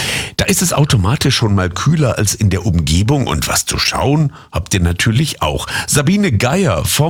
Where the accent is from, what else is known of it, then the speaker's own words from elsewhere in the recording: Bavaria, Germany; Es gibt bei uns in Bayern ja hier eine schöne Klamm, dort eine schöne Klamm, ideal zum Abkühlen im Sommer.